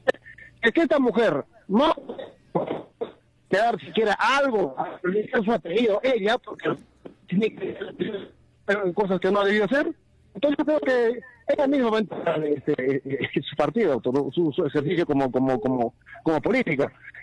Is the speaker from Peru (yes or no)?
yes; Peru; born there; Porque nací acá en el Perú.